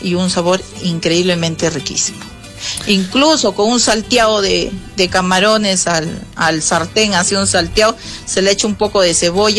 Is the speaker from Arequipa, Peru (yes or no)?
yes; Arequipa, Peru; Nosotros acá en la Arequipeña, como arequipeños como grandes tradicionalistas y amantes de nuestra historia y tradición, la cebolla verde permanece en el uso diario de la cocina arequipeña.